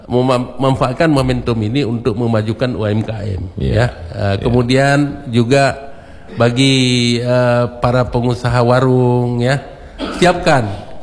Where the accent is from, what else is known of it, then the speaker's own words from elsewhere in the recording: Meulaboh, Aceh, Indonesia; Seperti kampung saya di Melabo ya, itu ada sawah, ada gunung, ada ini, ada bisa padi, bisa peternak, ada peternakan.